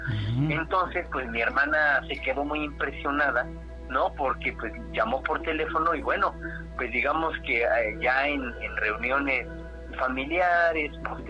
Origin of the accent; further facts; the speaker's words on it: Mexico City, Mexico; de la Ciudad de México.